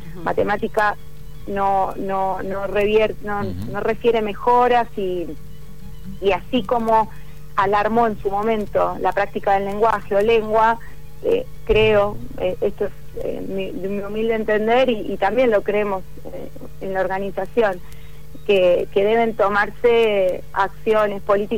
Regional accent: Argentina; yo soy de Buenos Aires

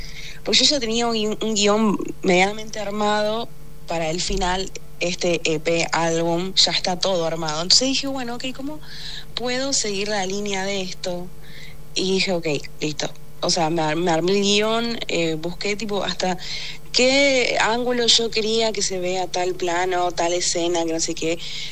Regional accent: Corrientes, Argentina; Existe Corrientes, soy de Corrientes, aunque no se me note en el acento. Pero no, estoy orgullosa de ser correntina, la verdad.

